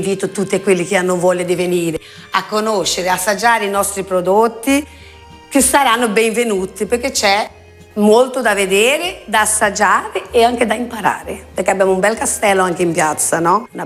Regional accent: Brazil; now in Italy; Io sono arrivata qua dal Brasile per fare la cittadinanza italiana, perché i miei antenati sono nati a Cremona.

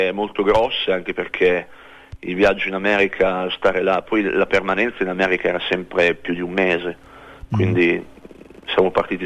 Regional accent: Parma, Emilia-Romagna, Italy; born there; Sono nato a Parma nel 1969

